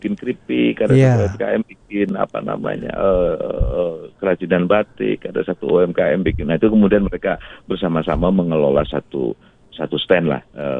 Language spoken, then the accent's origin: Indonesian; Dieng, Central Java, Indonesia; kalau kami orang Dieng, teman-teman di Dieng sudah bisa menandai kalau siang terik sekali